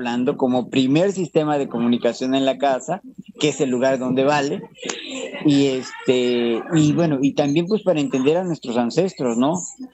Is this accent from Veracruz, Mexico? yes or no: yes; Papantla, Veracruz, Mexico; born there; al estar de nuevo en Papantla, que es bueno donde yo nací, pues sentí la necesidad de aprender el idioma de una de las culturas pues de la que soy descendiente, ¿no?